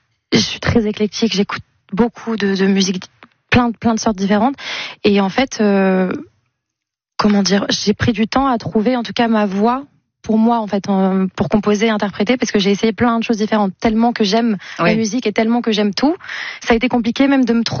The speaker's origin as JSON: {"language": "French", "town": "Nice", "region": "Provence-Alpes-Côte d'Azur", "country": "France", "tie": "born or raised there", "moved": "as an adult", "lives_now": "Paris, France", "said": "qui ai quitté ma ville natale Nice pour m'installer à Paris, pour tenter d'être artiste, de réaliser mon rêve."}